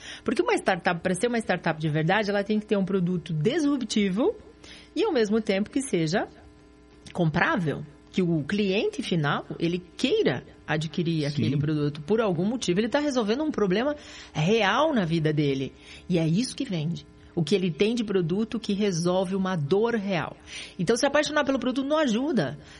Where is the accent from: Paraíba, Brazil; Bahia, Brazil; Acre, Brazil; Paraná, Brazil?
Paraná, Brazil; born there; O Paraná, eu sou suspeita em falar, eu adoro, sou paranaense, nasci aqui e amo esse estado.